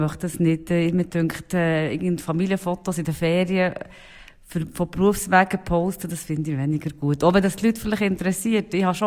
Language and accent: German; Thun, Bern, Switzerland; Also ich bin hier im Lerchenfeld aufgewachsen, in finanziell einfachen Verhältnissen.